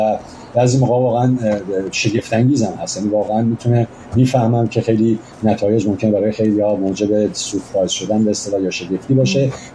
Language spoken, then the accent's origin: Persian; Iran; ما همه ایرانی هستیم،